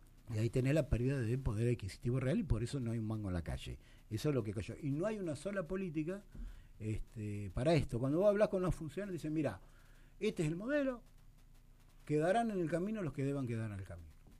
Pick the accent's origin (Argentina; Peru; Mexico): Argentina; hasta yo siendo argentino